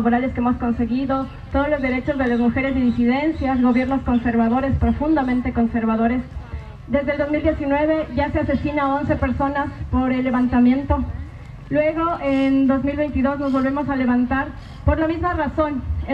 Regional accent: Ecuador; Yo vengo de un territorio chiquito que la colonia llamó Ecuador. La tierra del sol recto, así la tierra de la mitad del mundo. Un país chiquito, pero un país gigante en diversidad. Somos más de 22 pueblos

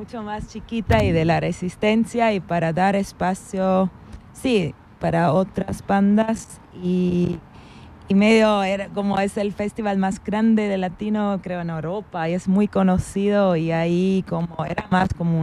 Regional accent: Zurich, Switzerland; nosotros también somos como chicas de Zurich

